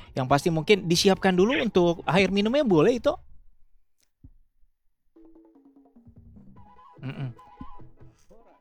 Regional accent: Jakarta, Indonesia; Oh, Kelapa. Oh iya, kita anak Jakarta Utara kita sama ya.

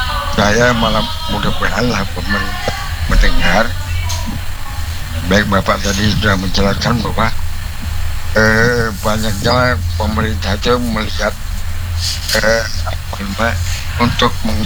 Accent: Samarinda, East Kalimantan, Indonesia; also born or lived in Java; Dulu saya asli orang Samarinda, orang Kaking, tapi saya lama di Jawa Pak.

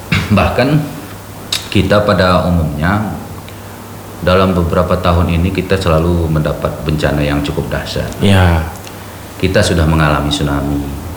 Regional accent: Aceh, Indonesia; kita orang Gayo

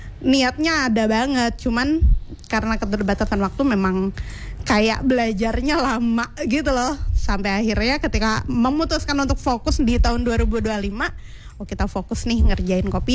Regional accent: Lampung, Indonesia; aku sama kakakku gitu, dalam hal ini yang sama-sama kita anak Lampung Barat

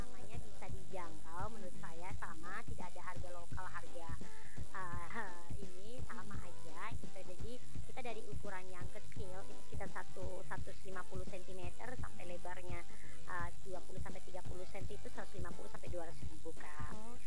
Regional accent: Sumba, East Nusa Tenggara, Indonesia; sebagai orang Sumba

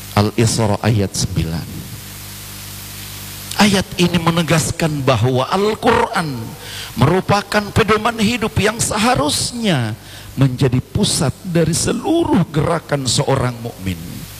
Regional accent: Gorontalo, Indonesia; kita sebagai orang Gorontalo

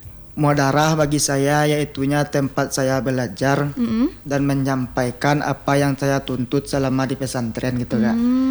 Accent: West Sumatra, Indonesia; saya berasal dari Nagari Tandike. Mm-hmm. Di Kabupaten Padang Pariaman.

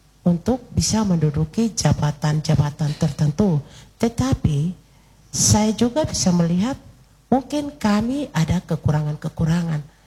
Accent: South Papua, Indonesia; kami orang asli Papua yang berdomisili di MAPI

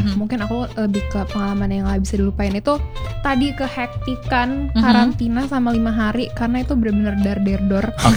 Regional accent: West Java, Indonesia; Aku juga sebenarnya Jawa Barat itu di pinggiran Jakarta.

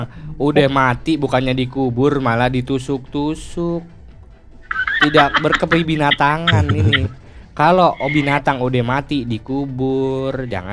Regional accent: Java, Indonesia; Kita orang Jawa, mata kita bulat gede.

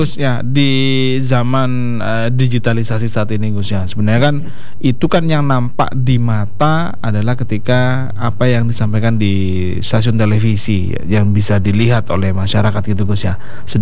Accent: Java, Indonesia; Sebagai ya, orang Jawa aja

